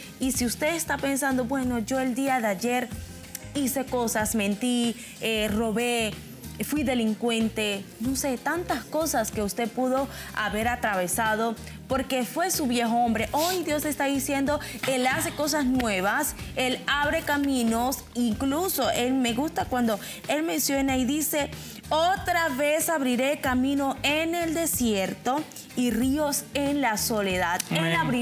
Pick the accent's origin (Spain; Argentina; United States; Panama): Panama; aún nuestro Panamá puede decir que es un país totalmente libre